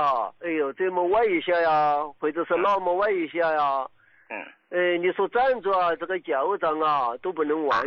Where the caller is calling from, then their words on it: Sichuan, China; 我是四川的一个听众